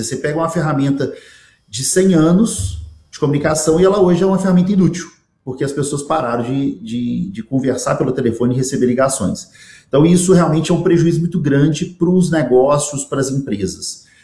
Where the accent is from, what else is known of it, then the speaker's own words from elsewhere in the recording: Brazil; nós somos brasileiros